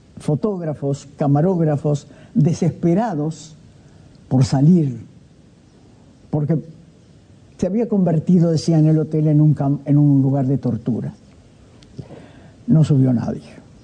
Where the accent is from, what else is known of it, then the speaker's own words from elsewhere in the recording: Uruguay; somos uruguayos y salimos de Ezeiza, somos periodistas